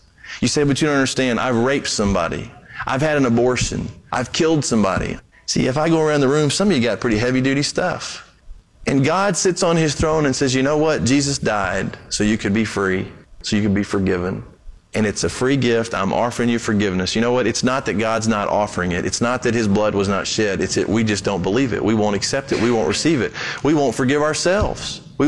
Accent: Brazil; I grew up in Brazil.

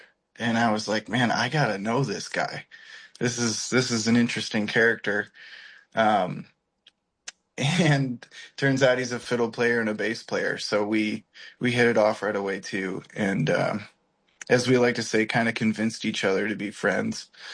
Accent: Monroe, Wisconsin, United States; moved away as an adult; also born or lived in Oshkosh, Wisconsin; now in Minneapolis, United States; I was born and raised in Monroe, Wisconsin. It's well known for its cheese days celebration. Mm-hmm. Kind of keeps you humble growing up with that many polka bands.

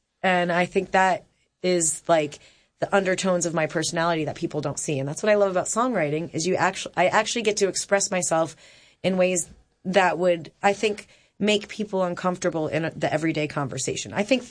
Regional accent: Rhode Island, United States; I grew up in Rhode Island, and my friend Denise would come over

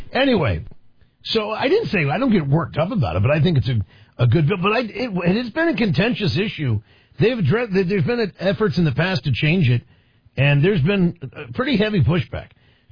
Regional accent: East Coast, United States; moved away; Now, I grew up on the East Coast

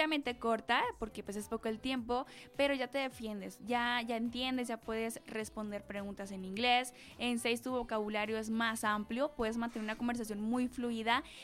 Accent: Mexico; Por dejar todo al último, como buenos mexicanos.

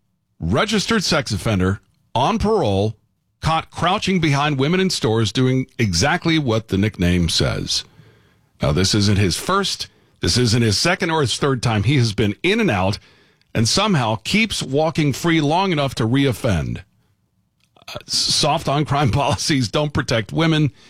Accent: Florida, United States; now in California, United States; I come from Florida. I am well-versed in hurricane lore. That's what I grew up with.

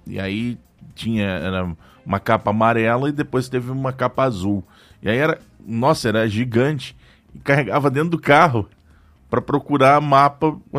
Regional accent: Rio Grande do Sul, Brazil; now in Brasília, Brazil; as rádios lá do meu país, lá do meu estado, no Rio Grande do Sul

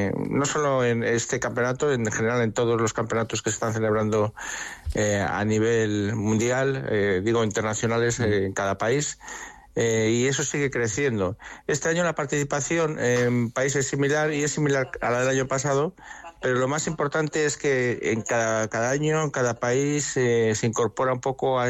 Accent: Valladolid, Castile and León, Spain; Bueno, pues las personas que lo hemos promovido somos de aquí, de Valladolid.

